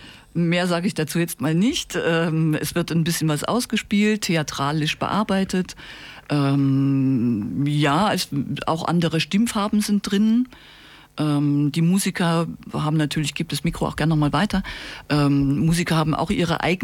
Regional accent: East Germany, Germany

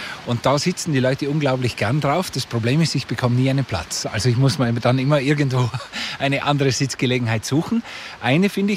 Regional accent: St. Anton am Arlberg, Tyrol, Austria; Ich bin hier geboren und hier aufgewachsen, bin ein stolzer Tiroler und ein stolzer St. Antoner

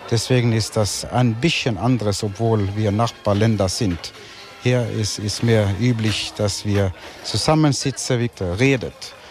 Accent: Bergen, Vestland, Norway; German is a second language; now in Germany; Bergen, auf der Westküste. Also wenn ich hergekommen ist seit 2010, dann habe ich ein Gefühl gehabt, dass ich zu Hause war.

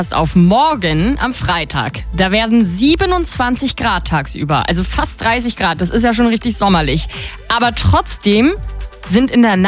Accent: Schwerin, Mecklenburg-Vorpommern, Germany; now in Berlin, Germany; Für meine Heimatstadt Schwerin wäre Vollkatastrophe. Für Berlin ist das hier alles ganz normal, was auf den Straßen passiert.

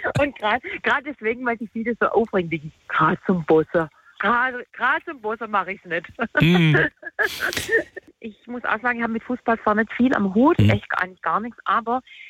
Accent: Bad Teinach, Baden-Württemberg, Germany; Aus Bad Hainach, da wo der gute Sprudel herkommt.

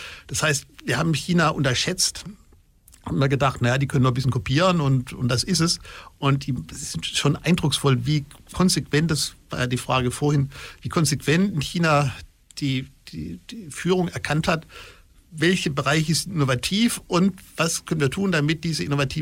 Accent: Baden-Württemberg, Germany

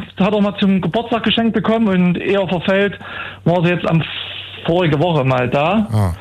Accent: Reichstädt, Thuringia, Germany; Ich komme aus dem wunderschönen Ostthüringen, aus Reichstätt. Das ist genau zwischen Gera und Altenburg, also genau an der Grenze zu Sachsen-Anhalt.

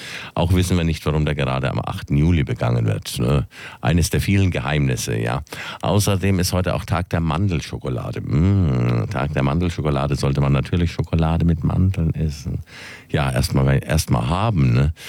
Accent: Würzburg, Bavaria, Germany; das wissen wir doch aber als Würzburger, oder?

